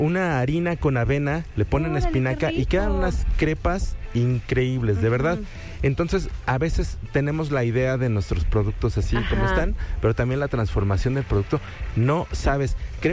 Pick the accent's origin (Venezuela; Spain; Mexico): Mexico; nos distingue como mexicanos